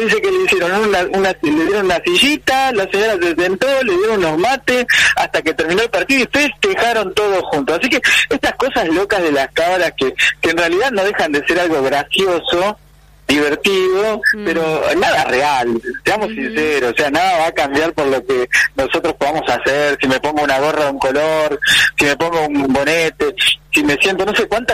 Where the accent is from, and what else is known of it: Argentina